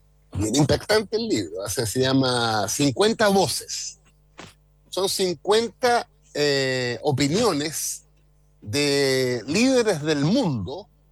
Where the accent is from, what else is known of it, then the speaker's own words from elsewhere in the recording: Chile; somos dos chilenos que públicamente hemos dicho que vamos a pagar las contribuciones hasta la muerte.